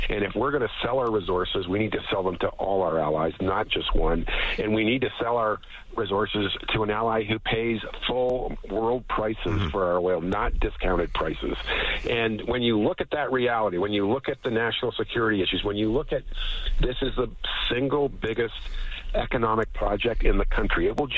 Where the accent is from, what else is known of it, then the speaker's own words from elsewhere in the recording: Western Canada, Canada; as somebody who's from the West and have family here